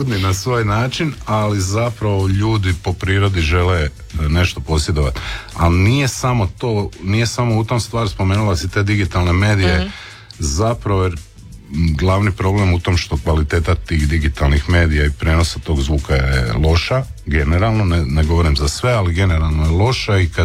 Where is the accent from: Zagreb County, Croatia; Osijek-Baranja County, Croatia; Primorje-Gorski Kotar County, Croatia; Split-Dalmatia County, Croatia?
Osijek-Baranja County, Croatia; Osijek; Zapravo ja sam iz Osijeka.